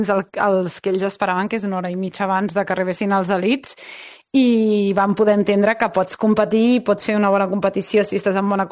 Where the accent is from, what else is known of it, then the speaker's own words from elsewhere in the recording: Vilassar de Mar, Catalonia, Spain; jo soc de Vilassar de Mar, vull dir que la muntanya és el castell de Burriac